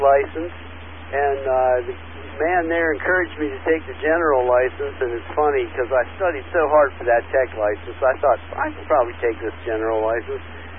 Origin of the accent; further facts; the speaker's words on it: Pennsylvania, United States; accent: Pennsylvania; moved away as an adult; now in North Carolina, United States; I'm originally from Pennsylvania. I've been here 30-some years, but I still don't have the accent. People tell me I have the Pennsylvania accent.